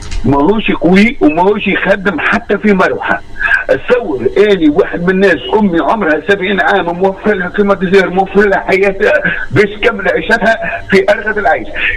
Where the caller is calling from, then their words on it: Mahdia Governorate, Tunisia